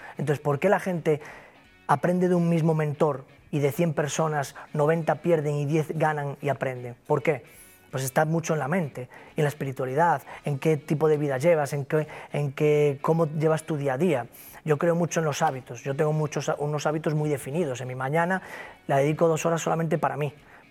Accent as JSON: {"language": "Spanish", "region": "Galicia", "country": "Spain", "accent": "Galician", "said": "Yo soy gallego, se me nota por el acento."}